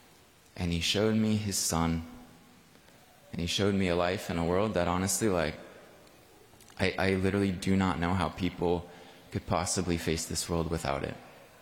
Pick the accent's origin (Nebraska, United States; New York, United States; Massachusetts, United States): Nebraska, United States; moved away as an adult; now in Philadelphia, United States; I never say I'm from Philadelphia. I'm always like, well, I'm from Nebraska, but I live in Philadelphia.